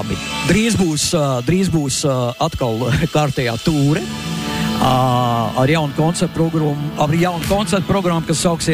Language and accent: Latvian; Liepāja, Kurzeme, Latvia; Esmu atpūst no Vējinās pilsētas Liepājas.